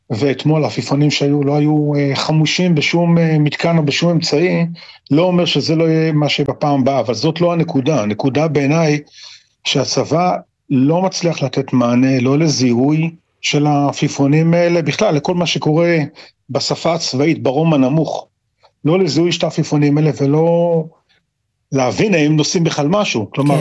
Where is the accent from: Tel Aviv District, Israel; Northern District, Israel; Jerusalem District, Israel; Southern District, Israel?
Southern District, Israel; Kfar Aza; אני גם כילד וגם כבאדם בוגר בקיבוץ כפר עזה עם ילדיי